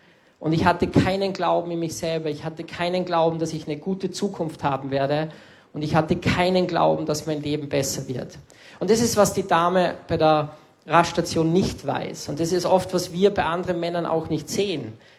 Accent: Salzburg, Austria; Und dann bin ich am Mönchsberg gegangen, bei uns in Salzburg, wo die ganzen Touris oben stehen und Fotos machen.

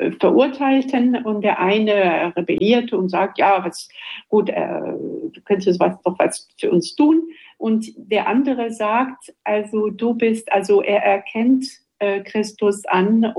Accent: Belgium; Ich bin Belgierin.

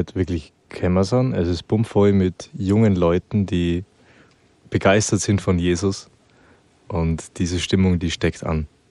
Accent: Austria; now in Germany; auch für mich als ursprünglich Österreicher, Deutschland ein bisschen kennengelernt.

